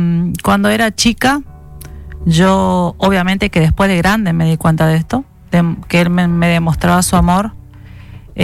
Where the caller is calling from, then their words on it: Argentina